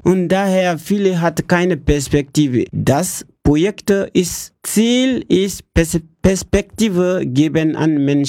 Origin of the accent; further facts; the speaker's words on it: Guinea; German is a second language; moved away as an adult; now in Telgte, Germany; Ich komme aus Guinea.